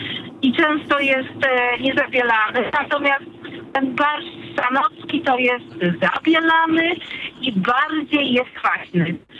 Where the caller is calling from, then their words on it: Krosno, Subcarpathian Voivodeship, Poland; ja mieszkam w Krośnie, natomiast moja część rodziny pochodzi z Samoka